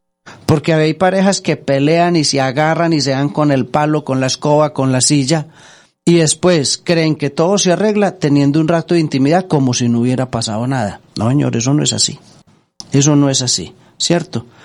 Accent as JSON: {"language": "Spanish", "region": "Antioquia", "country": "Colombia", "said": "Voy a decir un dicho muy antioqueño de acá de mi tierra."}